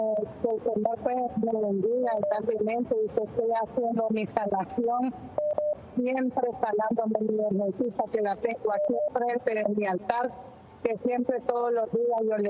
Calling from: Matagalpa, Nicaragua; Estoy llamando desde Matagalpa, Nicaragua

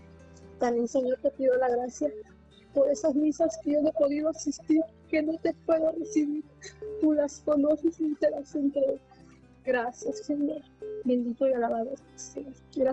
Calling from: Veracruz, Mexico; De Veracruz, Veracruz

